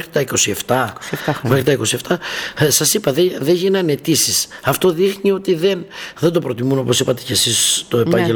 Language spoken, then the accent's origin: Greek; Crete, Greece; now in Rhodes, Greece; η Κρήτη είναι πολύ μεγαλύτερη και το ξέρω πάρα πολύ καλά, γιατί είναι η καταγωγή μου από εκεί.